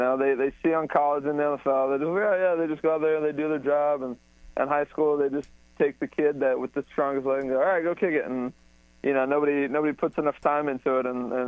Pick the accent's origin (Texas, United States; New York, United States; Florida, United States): Florida, United States; Delray Beach; wow, that's, you know, 2.5-3 hours away from where I grew up in Delray Beach.